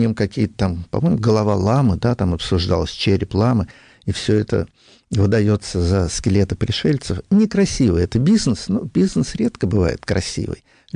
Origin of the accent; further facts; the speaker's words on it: Southern Urals, Russia; мы же с Южного Урала оба